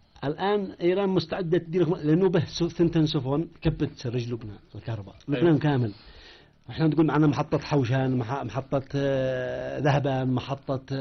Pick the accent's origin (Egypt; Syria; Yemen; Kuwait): Yemen